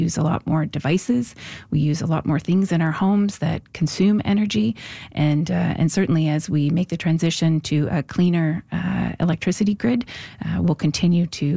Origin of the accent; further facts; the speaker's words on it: the Maritimes, Canada; We're all from the Maritimes here.